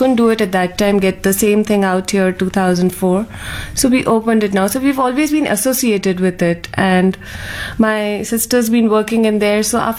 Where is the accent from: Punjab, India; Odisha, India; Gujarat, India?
Gujarat, India; Ahmedabad; Actually, I'm from Ahmedabad, and this institute has been established in 1995 by Anandiben Patel out there.